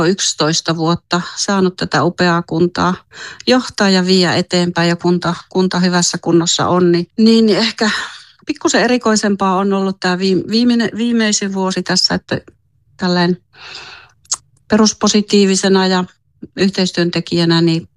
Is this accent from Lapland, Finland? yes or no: yes; Simo, Lapland, Finland; Tämä on mun kotikunta, niin kyllä mä toivon Simon kunnalle jatkossakin kaikkea hyvää